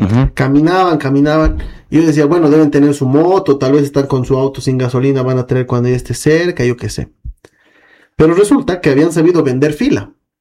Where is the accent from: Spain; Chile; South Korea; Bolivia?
Bolivia